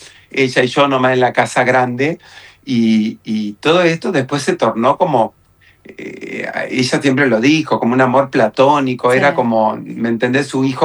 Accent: Bandera, Santiago del Estero, Argentina; moved away as an adult; Soy de Bandera, Santiago del Estero.

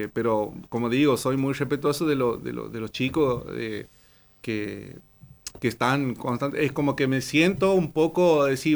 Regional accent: Santiago del Estero, Argentina

